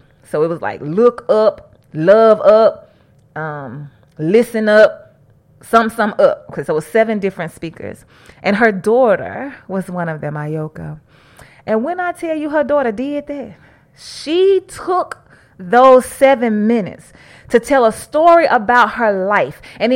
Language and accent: English; Mississippi, United States; now in Arkansas, United States; I'm from Mississippi